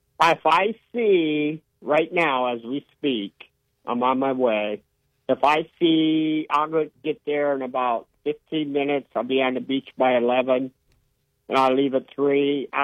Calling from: Marco Island, Florida, United States; I'm calling from Marco.

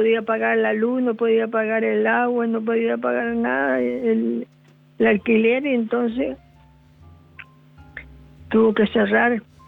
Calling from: Formosa, Argentina; De Formosa te llamo

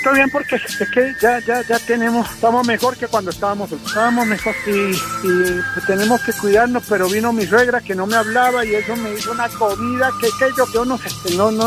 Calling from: United States; Le estoy llamando de Estados Unidos.

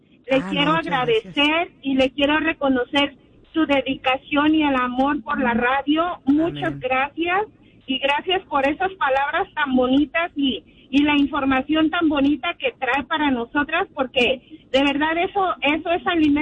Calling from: Los Angeles, California, United States; Yo le hablo de Los Ángeles.

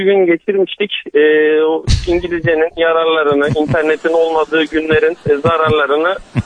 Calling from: Mersin, Turkey; ben Mersin'den.

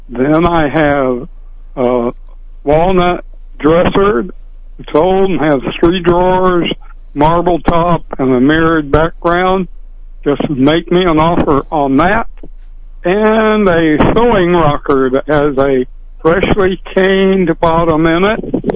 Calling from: Norborne, Missouri, United States

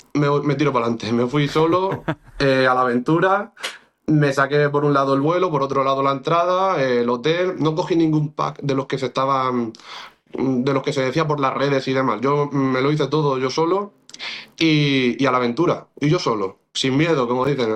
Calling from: Orihuela, Valencian Community, Spain; soy pues el alcalde pedáneo de mi pueblo, de La Murada

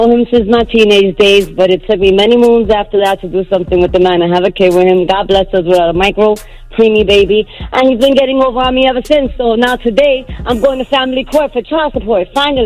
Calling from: New York City, New York, United States; I'm from Bushwick, area code 718.

